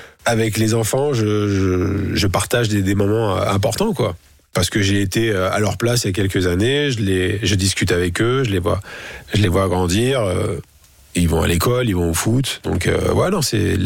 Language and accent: French; France; born there; je suis français, parce que je suis né en France